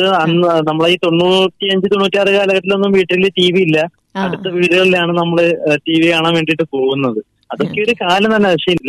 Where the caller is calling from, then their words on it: Kilikollur, Kerala, India; ഞാൻ കൊല്ലം ജില്ലയിലെ കിളികിലൂർ നിന്നാണ് വിളിക്കുന്നത്.